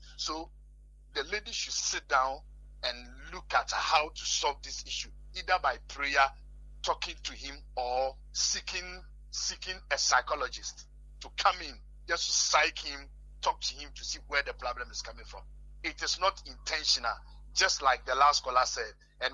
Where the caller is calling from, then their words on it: Tantra Hills, Greater Accra, Ghana; Yeah, I'm speaking from Tantra Hills.